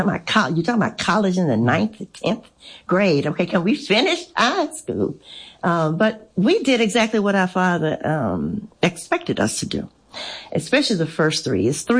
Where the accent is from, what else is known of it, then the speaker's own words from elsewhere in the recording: Shreveport, Louisiana, United States; I actually grew up in Shreveport in the, we call it, it's the Cedar Grove area, but Pine Valley is a little cove of neighborhood that I grew up in. Very, kind of strict, Baptist upbringing.